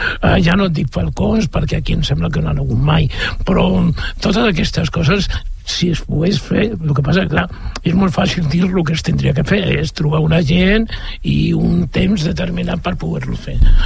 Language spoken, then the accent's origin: Catalan; Catalonia, Spain; now in Sant Boi de Llobregat, Spain; sóc català